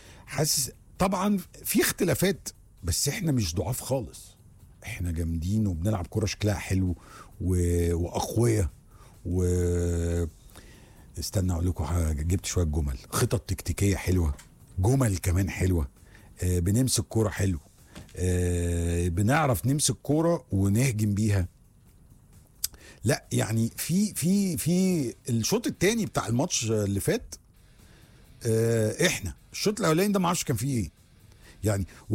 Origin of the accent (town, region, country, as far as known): Egypt